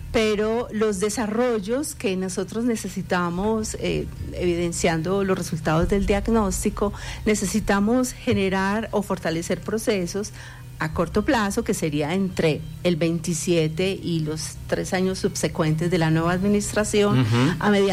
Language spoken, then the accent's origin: Spanish; Medellín, Antioquia, Colombia; moved away as an adult; now in Guarne, Colombia; me siento guarneña, no soy guarneña, vivo en Guarne hace 4 años, estoy feliz, vengo de Medellín